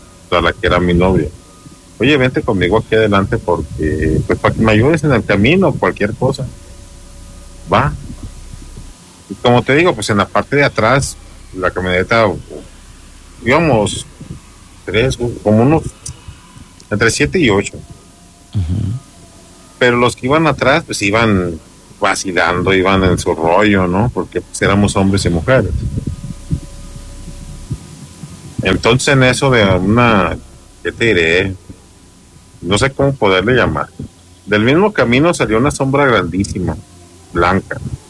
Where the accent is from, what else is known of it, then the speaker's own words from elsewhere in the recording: Mexico; yo soy de México. Yo vivo en Michoacán